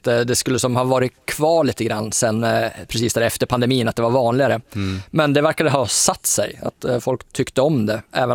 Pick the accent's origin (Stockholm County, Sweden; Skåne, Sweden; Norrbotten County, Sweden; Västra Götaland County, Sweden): Norrbotten County, Sweden; Luleå; Om man tar till exempel Luleå där jag kommer ifrån, så där är 15-20 minuter med bil så kommer man nästan överallt.